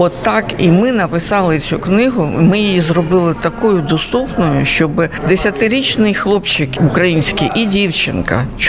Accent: Kyiv, Ukraine; я киянка, я народилася в Києві

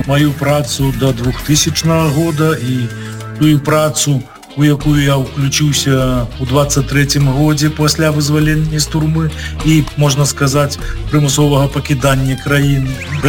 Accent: Belarus; І, безумовно, ось ми, білоруси, не могли супроти своєї держави подавати менавіта скарги у Європейський суд.

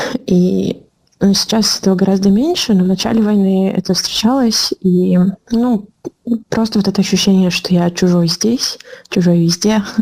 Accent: Belarus; also born or lived in Poland; now in Ukraine; я белоруска

